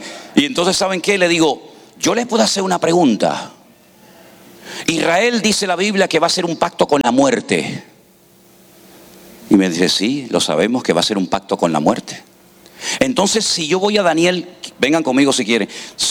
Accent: Spain; somos de España.

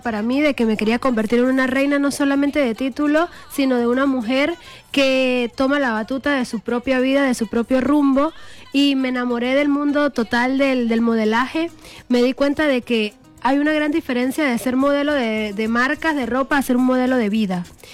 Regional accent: El Vigía, Mérida, Venezuela; El estado Mérida se caracteriza por ser muy extenso, pero principalmente vengo de la Puerta de los Andes, que es el municipio Alberto Adriani.

